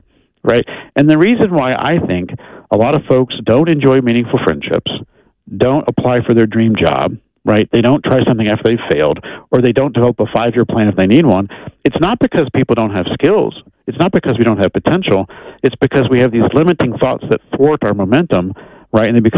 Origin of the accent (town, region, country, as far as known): Texas, United States